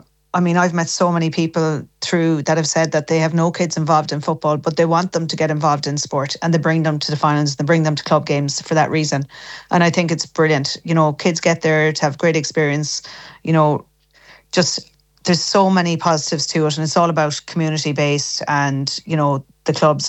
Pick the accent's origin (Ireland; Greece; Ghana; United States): Ireland; Ballina, Connacht; because I'm from Ballina, obviously.